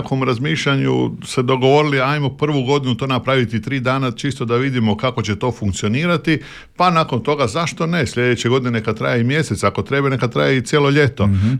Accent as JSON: {"language": "Croatian", "area": "Lošinj", "region": "Primorje-Gorski Kotar County", "country": "Croatia", "said": "kod nas na Lošinju."}